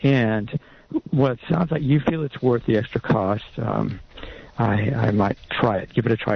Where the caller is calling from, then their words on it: Santa Cruz, California, United States; Yes, hello … from Santa Cruz.